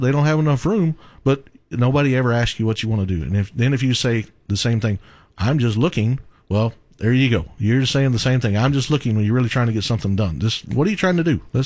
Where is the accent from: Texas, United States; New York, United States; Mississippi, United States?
Texas, United States; Gordon; now in near Godley, United States; I grew up in Gordon, which is west of Fort Worth, 60 miles, and it's a small, small town.